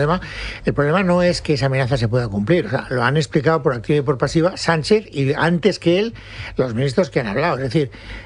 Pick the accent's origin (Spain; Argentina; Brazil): Spain; estamos hablando de España porque somos españoles